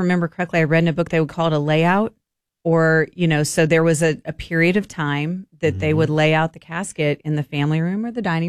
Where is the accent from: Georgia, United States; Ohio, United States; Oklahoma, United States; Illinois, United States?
Illinois, United States; I went to school at UK. I'm a UK grad. I'm from Illinois.